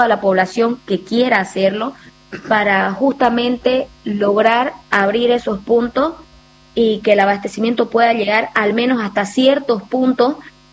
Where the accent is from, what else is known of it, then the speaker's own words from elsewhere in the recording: Warnes, Santa Cruz, Bolivia; nosotros aquí en Santa Cruz, yo soy de Guarnes